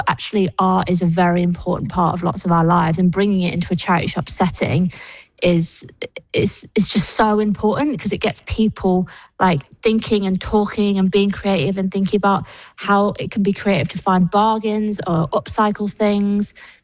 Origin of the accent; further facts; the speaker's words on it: North West England, United Kingdom; I grew up like in Cheshire way, and I remember my mum used to take me to Knutsford, where all like the posher area